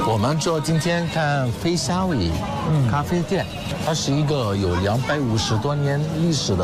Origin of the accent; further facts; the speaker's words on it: Egypt; Chinese is a second language; ，欢迎大家来埃及。这里是我们埃及著名的金字塔